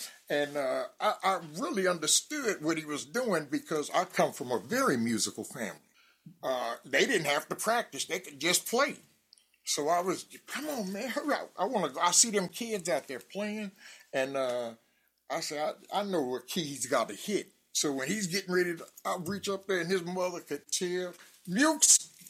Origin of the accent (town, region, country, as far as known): Gary, Indiana, United States; born there